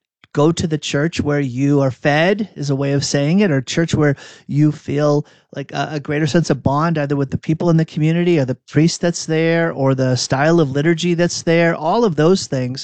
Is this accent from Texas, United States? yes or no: no; Burlington, Massachusetts, United States; I grew up outside of Boston, a town called Burlington.